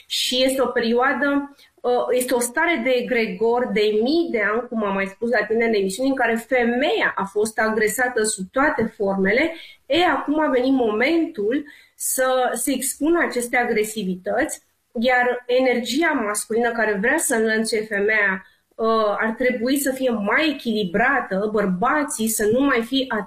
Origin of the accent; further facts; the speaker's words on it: Romania; noi credem, ca și români, că doar în România avem taxe